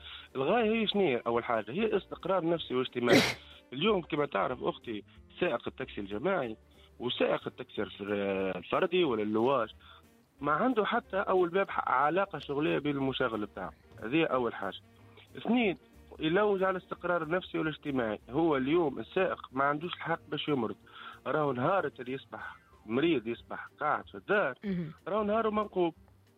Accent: Tunisia; من حقي اني نخدم في بلادي من غير ما نكري. لاخي اللي باش نكري من عنده تونسي بلس وانا تونسي موا

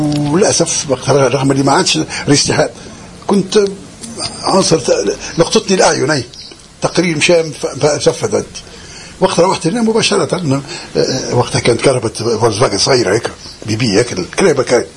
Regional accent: Tunisia; also born or lived in Syria

